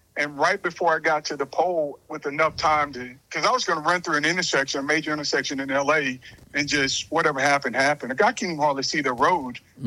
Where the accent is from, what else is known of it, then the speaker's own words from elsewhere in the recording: Vidalia, Georgia, United States; I'm from Georgia. Place called Vidalia, yeah. Sweet Onions.